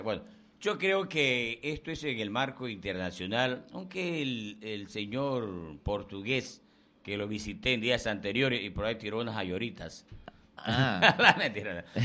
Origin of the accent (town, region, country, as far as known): Ecuador